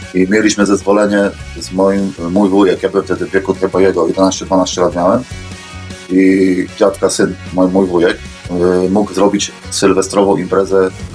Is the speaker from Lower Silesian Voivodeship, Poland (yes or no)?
no; Przemyśl, Subcarpathian Voivodeship, Poland; bo mówi, że na przykład jest taka góra u nas w Przemyślu, że ja pochodzę z Przemyśla